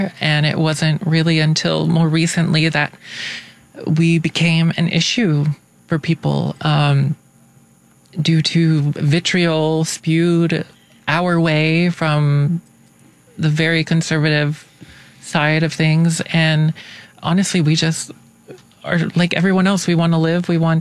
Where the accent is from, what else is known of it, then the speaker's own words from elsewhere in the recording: Tennessee, United States; And, like I said, I'm originally from Tennessee.